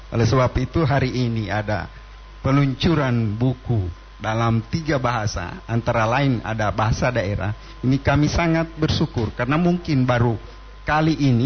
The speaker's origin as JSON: {"language": "Indonesian", "town": "Batudaa", "region": "Gorontalo", "country": "Indonesia", "tie": "born or raised there", "said": "saya dari Batu Daa sebelumnya, orang tua saya di Batu Daa, dan saya sekolah di SMA 1."}